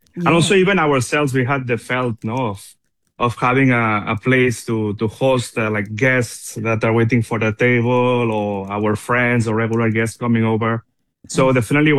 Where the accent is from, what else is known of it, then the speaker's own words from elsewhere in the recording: Spain; Of course, I grew up in Spain.